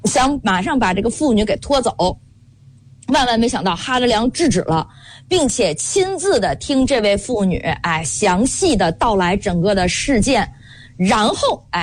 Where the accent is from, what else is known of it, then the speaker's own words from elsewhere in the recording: China; 我们中国人说的，来都来了